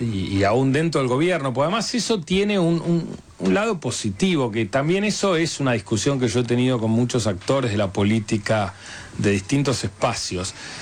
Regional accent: Argentina; creo que también eso es parte del problema que tenemos como argentinos, ¿no?

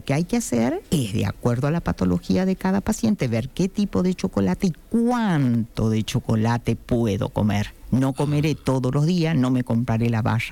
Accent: San Juan, Argentina

